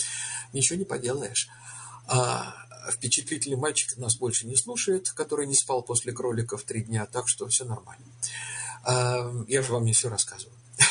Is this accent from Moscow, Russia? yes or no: yes; Moscow, Russia; Я помню, на Арбате, я там вырос, на Арбате, в арбатских переулках.